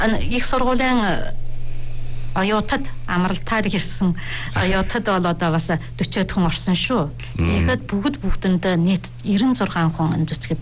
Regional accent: Inner Mongolia, China

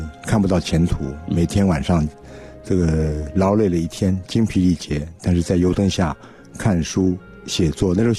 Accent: Chongming Island, Shanghai, China; 在我的故乡崇明岛插队的时候

